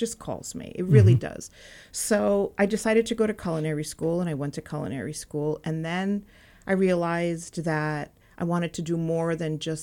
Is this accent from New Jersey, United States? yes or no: yes; Elizabeth, New Jersey, United States; also born or lived in Cuba; now in Lambertville, United States; There was a big population in Elizabeth, and that's where I grew up.